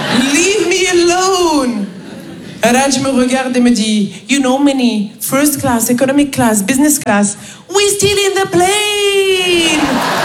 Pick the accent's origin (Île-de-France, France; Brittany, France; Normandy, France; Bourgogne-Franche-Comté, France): Île-de-France, France; Paris; Les amis, moi je viens de Paris.